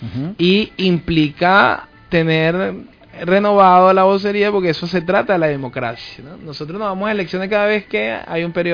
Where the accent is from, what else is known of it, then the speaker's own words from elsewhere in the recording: Venezuela; los venezolanos somos un pueblo resiliente, un pueblo solidario y un pueblo que en las dificultades nos crecemos